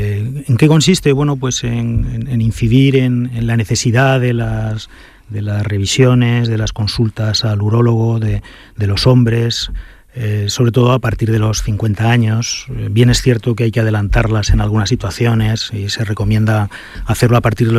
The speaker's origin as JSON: {"language": "Spanish", "town": "Zaragoza", "region": "Aragon", "country": "Spain", "tie": "born there", "lives_now": "Málaga, Spain", "said": "Sí, yo nací"}